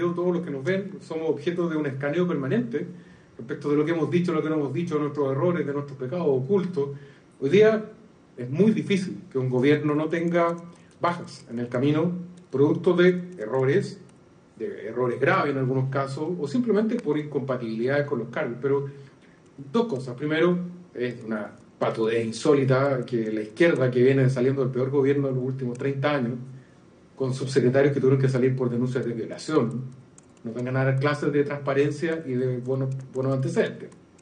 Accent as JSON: {"language": "Spanish", "region": "Valparaíso", "country": "Chile", "tie": "born there", "also_born_or_lived": "La Florida", "moved": "yes", "lives_now": "Temuco, Chile", "said": "a mi espalda está Temuco. Yo no nací acá, yo nací en Valparaíso. Fui alcalde de la Florida."}